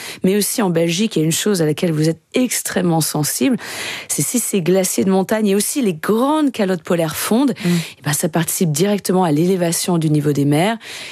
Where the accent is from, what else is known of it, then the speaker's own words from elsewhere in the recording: French Alps, France; Je suis née en France, dans les Alpes, au cœur des montagnes.